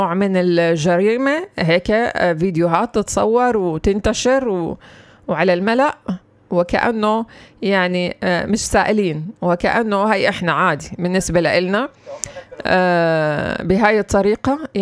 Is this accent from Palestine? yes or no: yes; Palestine; احنا كمواطنين فلسطينيين